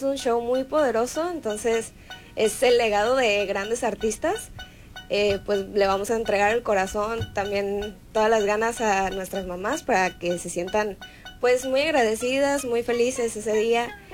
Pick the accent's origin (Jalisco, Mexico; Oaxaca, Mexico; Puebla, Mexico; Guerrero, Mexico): Jalisco, Mexico; Puerto Vallarta; Yo soy de aquí, de Puerto Vallarta.